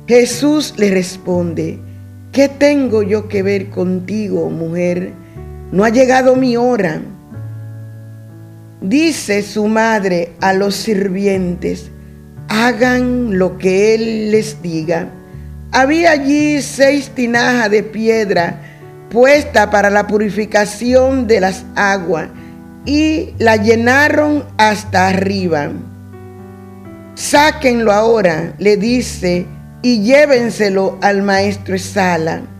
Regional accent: Dominican Republic; nosotros como dominicanos

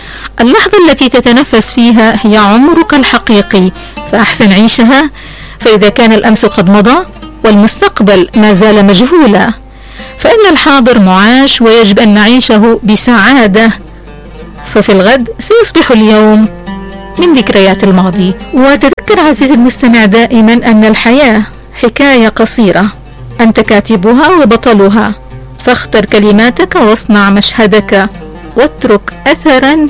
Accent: Hadramaut, Yemen; accent: Hadrami; إن كمان نقول بلهجتنا الحضرمية حبابتي

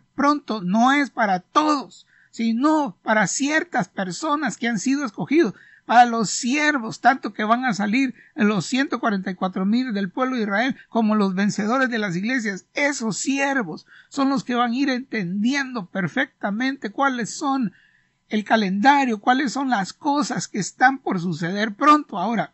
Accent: Honduras; yo soy de Honduras

